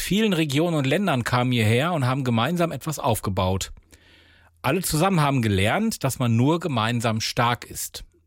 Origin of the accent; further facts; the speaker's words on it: Recklinghausen, North Rhine-Westphalia, Germany; Ich bin hier geboren im Ruhrgebiet in Recklinghausen. Ich bin hier aufgewachsen